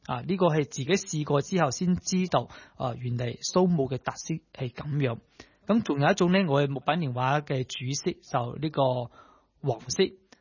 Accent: China; 咁对于我哋中国人嚟讲咧，可能考试咧系好漫长嘅一个过程啊。

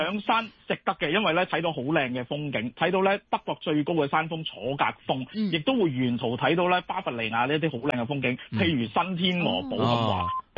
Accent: Hong Kong; 我话算我哋香港人咧，酒楼即系除咗一盅两件食嘢之外咧，亦都装载住好多我哋咧集体嘅回忆，

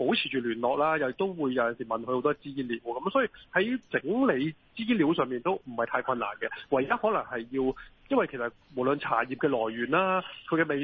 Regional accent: Hong Kong; 佢里边可能系包含咗我哋香港人嘅某一啲精神嘅

